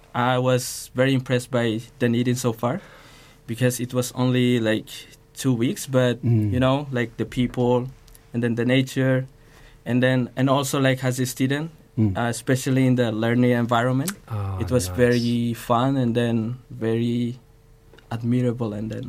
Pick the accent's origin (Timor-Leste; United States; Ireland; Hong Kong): Timor-Leste; Baucau; English is a second language; moved away as an adult; now in Dunedin, New Zealand; I'm from Timor-Leste as well, or East Timor.